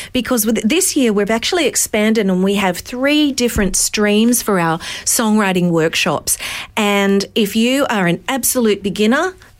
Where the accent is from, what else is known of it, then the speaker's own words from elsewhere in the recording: Mackay, Queensland, Australia; it was born of an idea that I grew up in Mackay, born and raised.